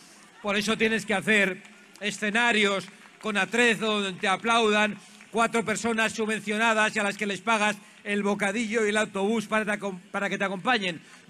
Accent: Basque Country, Spain; En mi tierra vasca

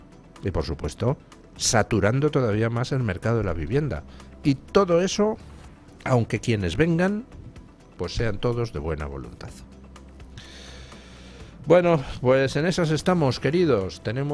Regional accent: Spain; quienes somos españoles o vivimos en España

